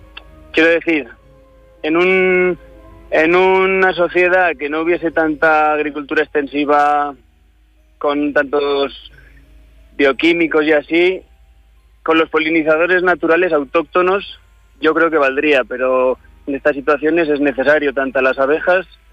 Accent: Fuentes Calientes, Aragon, Spain; also born or lived in Valencia; Yo he nacido y me he criado en Fuentes Calientes, en un pueblo del altiplano turolense. Y salí de aquí para estudiar en la universidad, en Valencia y en otras ciudades, y después regresé a mi pueblo

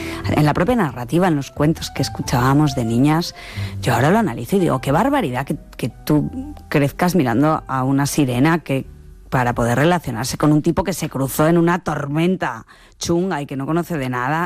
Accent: Spain; Mi pueblo estaba entre medio de Zaragoza y Madrid, y entonces había mucho tráfico los domingos de la gente que iba a ver, bueno, pues que volvía de Madrid o que iba hacia Madrid. Y entonces es una zona donde se cultivaban cerezas.

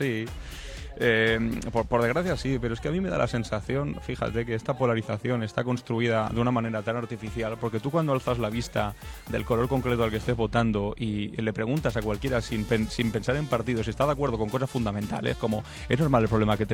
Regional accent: Teruel, Aragon, Spain; Yo que soy de Teruel, además.

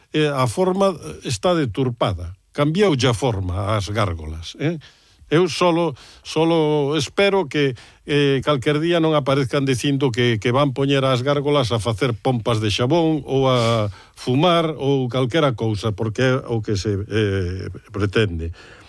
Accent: Santiago de Compostela, Galicia, Spain; non son ningún técnico, pero si son unha persona, como moitos composteláns, que temos capacidade de observar e de explicar o que nos parece ben e o que non nos parece ben.

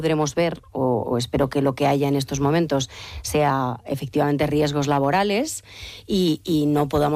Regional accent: Ferrol, Galicia, Spain; ferrolana.

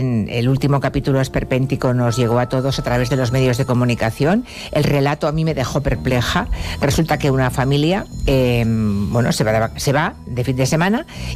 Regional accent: Galicia, Spain; Y en Galicia

